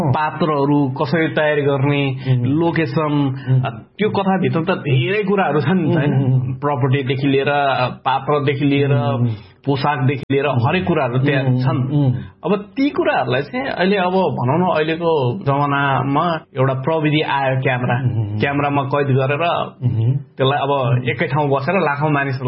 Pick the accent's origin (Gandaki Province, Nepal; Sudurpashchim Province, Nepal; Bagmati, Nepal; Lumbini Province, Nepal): Bagmati, Nepal; Kathmandu; मेरो जन्म नै काठमाडौँमा भएको हो, बुढालीकण्ठ। मेरो गाउँ चाहिँ बङ्गाल हो, मेरो बाल्यकाल नै बङ्गालमा बित्यो भनौँ, बुढालीकण्ठ साइड।